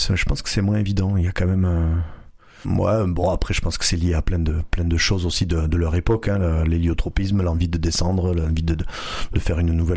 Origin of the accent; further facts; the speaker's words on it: Bédarieux, Occitanie, France; now in Lodève, France; j'ai grandi à Bédarieux, maintenant j'habite à Lodève, j'ai été à la fac à Montpellier.